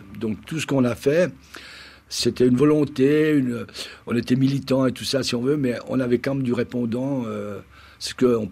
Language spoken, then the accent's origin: French; Italy; en tant qu'Italien à ce moment-là, après la Première Guerre, surtout après la Deuxième Guerre, puisque je suis né comme en 44, c'est la fin de la Deuxième Guerre mondiale, avec la fin de Mussolini, évidemment, en tant qu'Italien, il faut vraiment se la coincer.